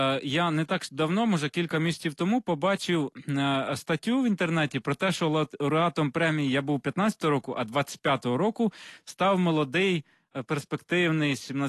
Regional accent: Mykolaiv Oblast, Ukraine; born there; Так як я народився на Миколаївщині, от, і це дуже край пістрявий стосовно різних племен, сарматів, скіфів, готів, гунів, там козаки потім

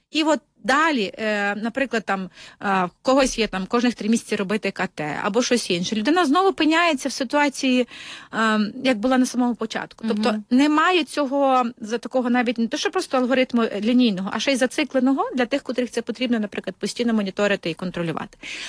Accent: Kyiv, Ukraine; Ми, як кияни, виділяємо кошти

